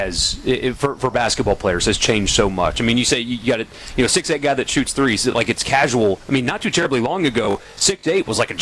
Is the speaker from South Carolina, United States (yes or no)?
yes; Greenville, South Carolina, United States; now in Mississippi, United States; I grew up in Greenville, actually, before I came to Mississippi.